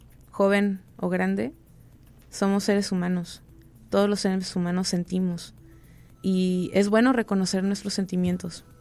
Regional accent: Mexico; como nosotros, por lo menos como mexicanos, siempre va a ser va a tener un papel muy importante.

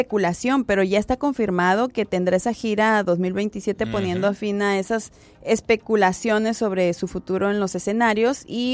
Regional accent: Mexico; yo como buena mexicana

